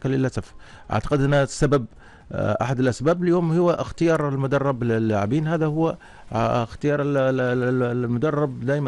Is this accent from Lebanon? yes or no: no; Oman; بالنسبة للعمانيين هي البطولة اللي نوعا ما تعمل فرحة للجمهور